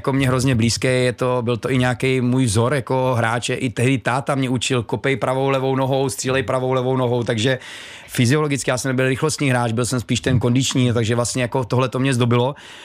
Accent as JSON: {"language": "Czech", "town": "Brno", "region": "South Moravian Region", "country": "Czechia", "said": "konečně tady zase někdo z Brna"}